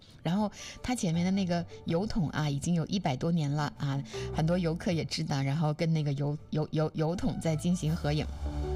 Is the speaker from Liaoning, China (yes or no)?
yes; Dalian, Liaoning, China; 作为大连人